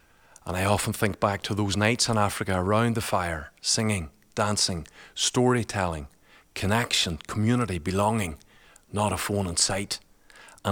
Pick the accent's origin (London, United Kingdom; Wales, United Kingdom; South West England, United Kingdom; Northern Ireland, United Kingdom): Northern Ireland, United Kingdom; accent: County Derry; trying to dance and speak their language with a County Derry accent.